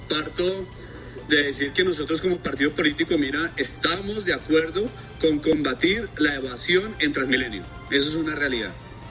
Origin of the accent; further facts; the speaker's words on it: Bogotá, Colombia; los afectados somos todos los bogotanos